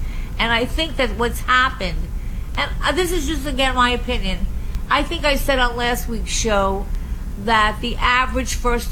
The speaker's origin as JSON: {"language": "English", "region": "New York", "country": "United States", "said": "I'm from Nassau County originally, and he did a great job in Nassau County."}